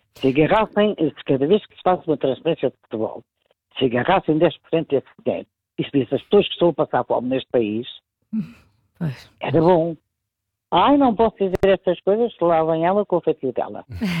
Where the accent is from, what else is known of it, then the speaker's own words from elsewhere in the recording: Portugal; born there; Eu amo a minha pátria. É o sítio onde eu nasci, é o sítio onde eu vou morrer.